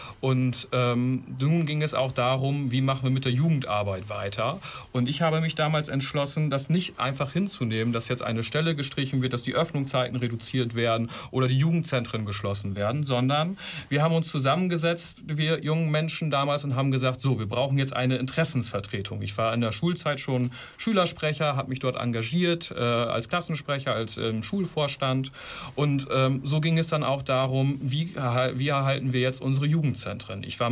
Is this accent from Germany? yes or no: yes; Ihlow, Lower Saxony, Germany; dann bin ich groß geworden in der Gemeinde Ilo.